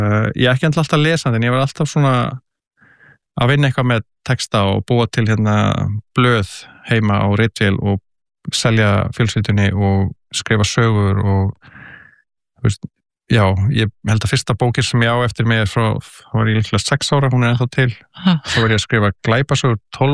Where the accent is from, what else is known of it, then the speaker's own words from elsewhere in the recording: Kópavogur, Capital Region, Iceland; also born or lived in Reykjavík; Ég alveg upp í Kópavogi til 13 ára aldurs, í Hjallakverfinu og ég fæddist svona reyndar í Reykjavík